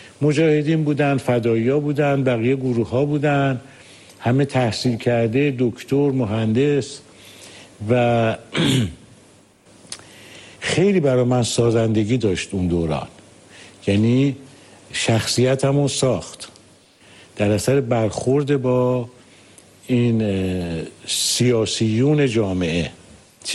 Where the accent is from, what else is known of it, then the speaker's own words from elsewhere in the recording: Tehran, Tehran Province, Iran; born there; من در تهران به دنیا آمدم و در یه خانواده مذهبی و متوسط